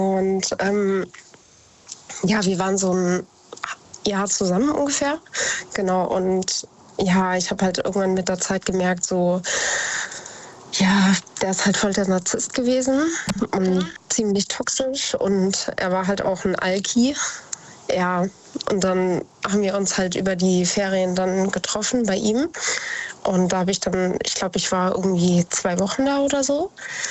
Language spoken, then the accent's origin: German; Idstein, Hesse, Germany; born or raised there